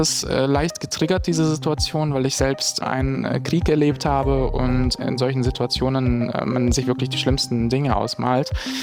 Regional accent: Bosnia & Herzegovina; now in Berlin, Germany; komme gebürtig aus Bosnien und Herzegowina, lebe seit 17 Jahren in Berlin und bin queerer Aktivist.

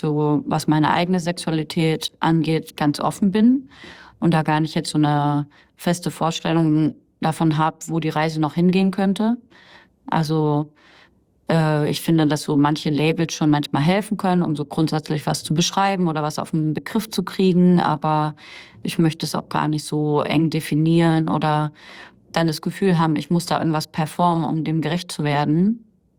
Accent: East Germany, Germany; Also ich komme einmal aus dem Osten Deutschlands, wo halt irgendwie schon da sehr viel wenig aus meiner Sicht Rücksicht genommen wurde, dass das irgendwie für Kinder halt irgendwie echt auch unangemessen ist, so.

